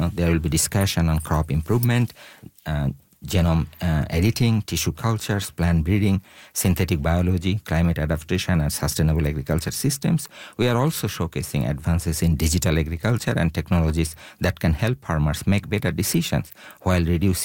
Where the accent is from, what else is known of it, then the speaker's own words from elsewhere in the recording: Bangladesh; moved away as an adult; also born or lived in Japan; now in Saskatchewan, Canada; So I was born and raised in Bangladesh, went to Japan for my higher studies, came to Canada.